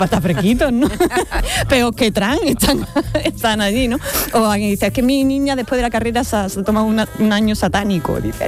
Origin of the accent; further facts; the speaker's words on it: Jaén, Andalusia, Spain; las de Jaén, que es mi tierra